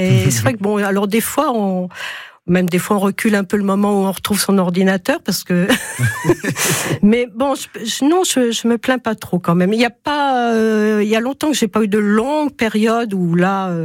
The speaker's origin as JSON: {"language": "French", "region": "Auvergne-Rhône-Alpes", "country": "France", "tie": "born or raised there", "moved": "yes", "lives_now": "Puy-de-Dôme, France", "said": "les paysages, soit du Bourbonnais dont je suis originaire, soit les paysages du Puy-de-Dôme où je vis maintenant"}